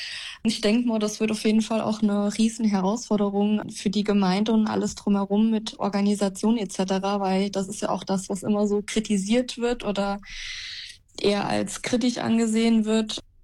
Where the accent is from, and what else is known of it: Elversberg, Saarland, Germany